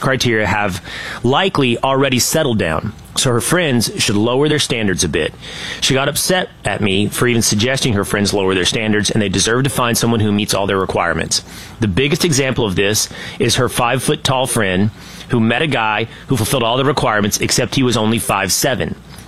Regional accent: Sherman, Texas, United States; So I grew up in Sherman, Texas, 30,000 people, right?

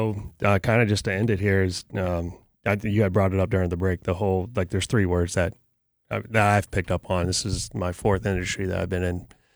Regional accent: United States; I'm from America. Yeah, that's where I'm

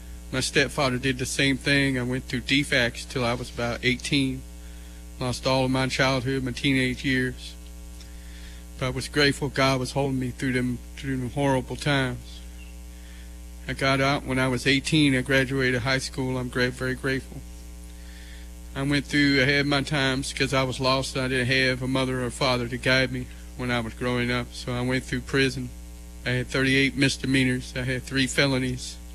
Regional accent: Las Cruces, New Mexico, United States; moved away; also born or lived in Lamar, Colorado / Savannah, Georgia; I was born in Lamar, Colorado, raised up in Las Cruces, New Mexico.

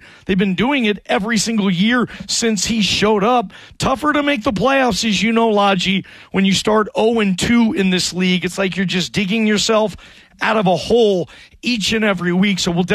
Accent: Seattle, Washington, United States; But he played for my Seattle Seahawks growing up in Seattle.

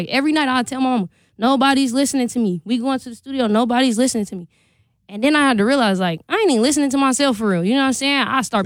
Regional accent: Milwaukee, Wisconsin, United States; So I just threw the 414 on there because I'm from Milwaukee.

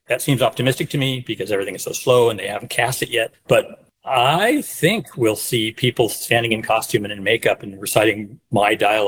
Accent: Ireland; And then I came up with … because I'm an Irishman and there's a town called that.

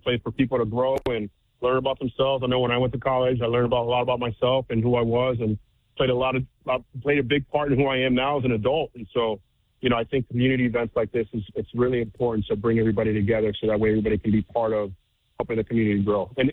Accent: Miami, Florida, United States; So I grew up in Miami, so I'm a diehard Miami Hurricanes fan.

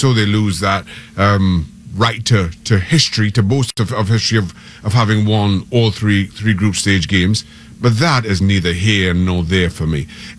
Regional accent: Trinidad & Tobago; And listen, I am not American. I grew up in Trinidad and Tobago. I played my football there.

